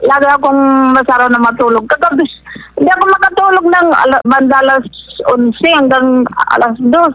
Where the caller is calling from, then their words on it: Tacloban, Eastern Visayas, Philippines; Tacloban po